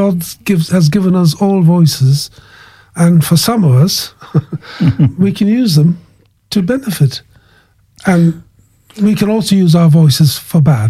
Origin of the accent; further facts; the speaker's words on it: Kenya; moved away; I call to mind my walk into this country, because as you know, I'm from another country. Yes. I'm from Kenya.